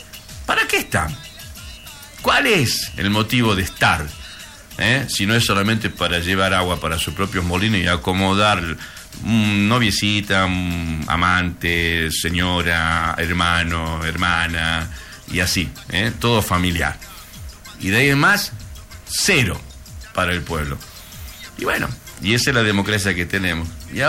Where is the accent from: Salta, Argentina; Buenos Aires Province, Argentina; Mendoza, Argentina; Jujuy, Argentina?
Salta, Argentina; Campo Santo; moved away; Yo cuando voy a mi pueblo me da pena. Entro a mi pueblo Camposanto